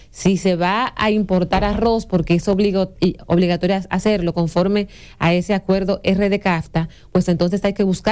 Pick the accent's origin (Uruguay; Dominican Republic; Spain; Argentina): Dominican Republic; yo estar en mi país, mi República Dominicana